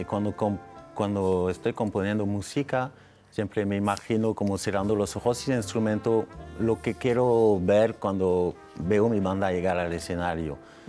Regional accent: Toulouse, Occitania, France; now in Palma, Spain; Yo soy de Francia, de Toulouse, pero hace muchísimos años que vivo en Palma ahora, en Mallorca.

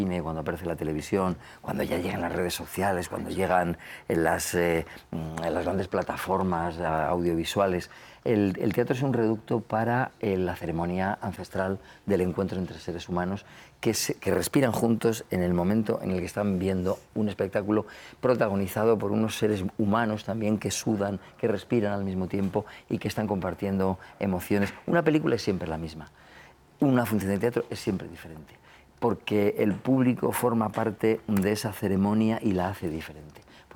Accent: Logroño, La Rioja, Spain

